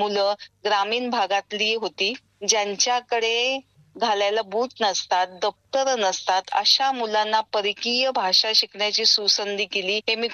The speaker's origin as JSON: {"language": "Marathi", "town": "Mumbai", "region": "Maharashtra", "country": "India", "tie": "born or raised there", "moved": "as an adult", "lives_now": "Pune, India", "said": "मी मूळची मुंबईची. माझं शालेय शिक्षण आणि कॉलेजचं शिक्षण 12वी पर्यंत मुंबईतच झालं आणि परेलच्या KEM हॉस्पिटल मधून मी MBBS ची डिग्री घेतली आणि त्याच्यानंतर मी लग्नानंतर पुण्यात स्थायिक झाले"}